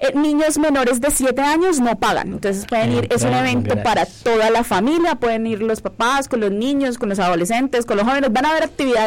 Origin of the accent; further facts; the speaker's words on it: Llanos Orientales, Colombia; nuestra pertenencia como llaneros